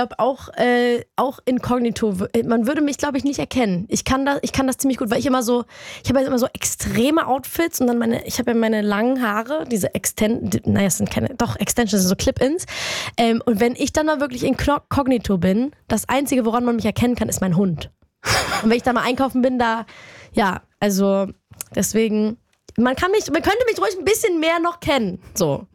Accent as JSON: {"language": "German", "region": "Hamburg", "country": "Germany", "lives_now": "Berlin, Germany", "said": "ich komme aus Hamburg und ich wohne jetzt in Berlin, aber tief in mir drin bin ich ein Landkind."}